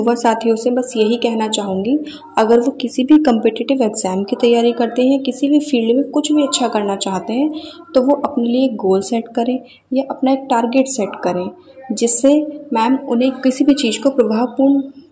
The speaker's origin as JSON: {"language": "Hindi", "town": "Rampur", "region": "Uttar Pradesh", "country": "India", "tie": "born or raised there", "said": "और मैं रामपुर की ही रहने वाली हूँ, और मैंने अपनी सारी पढ़ाई रामपुर से ही कंप्लीट की है"}